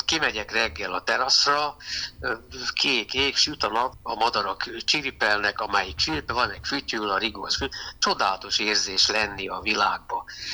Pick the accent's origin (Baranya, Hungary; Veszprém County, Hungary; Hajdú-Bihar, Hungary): Veszprém County, Hungary; Pápa; born there; also born or lived in Budapest; hát ugye katolikus családba nőttem fel, és sokat jártam a templomba, első áldozó, stb. Minden volt, ami ugye hozzájár a katolikus család és a tradíciókhoz. És ezen kívül az én drága apai nagymamám, pápa, émerint pápán születtem